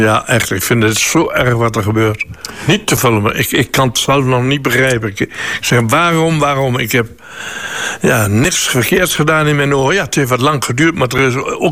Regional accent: Slagharen, Overijssel, Netherlands; moved away; Ik kom origineel uit Slagharen.

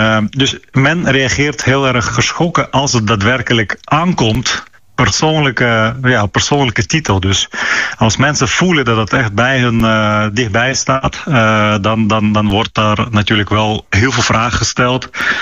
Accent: Ukraine; Dutch is a second language; omdat ik uit Oekraïne kom en Oekraïne vecht jarenlang tegen Russische agressie

